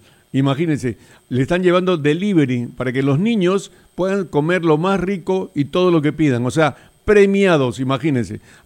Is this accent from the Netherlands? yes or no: no; Peru; Yo vengo del Perú, que ha derrotado a dos grupos terroristas, Sendero Luminoso y el MRTA